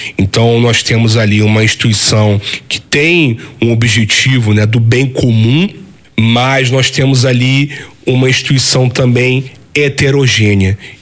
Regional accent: Rio de Janeiro, Brazil; also born or lived in Petrópolis; Todo carioca ele passa por isso. Eu já saí do Rio de Janeiro, morei em Petrópolis durante 2 anos.

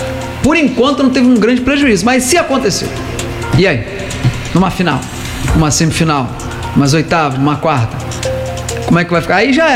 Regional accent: Brazil; nós somos brasileiros, nós não nos consideramos nem latino, né? A gente não fala espanhol

